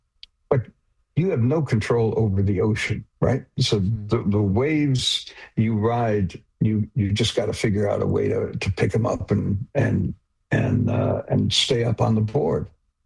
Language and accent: English; Detroit, Michigan, United States; We're nine people from Detroit, and we do speak the musical language of our hometown.